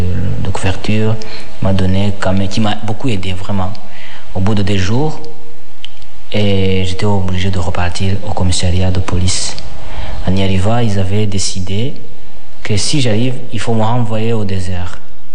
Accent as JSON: {"language": "French", "country": "Rwanda", "moved": "yes", "said": "je viens du Rwanda, que je n'ai pas de papier, que je suis un réfugié politique."}